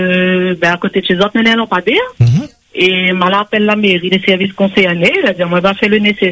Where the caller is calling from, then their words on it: Réunion; J'habite à Saline-Léo.